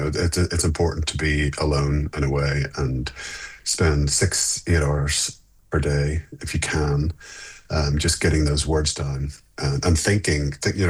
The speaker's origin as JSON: {"language": "English", "town": "Belfast", "region": "Northern Ireland", "country": "United Kingdom", "tie": "born or raised there", "said": "growing up in Belfast in the 70s was tough for all of us."}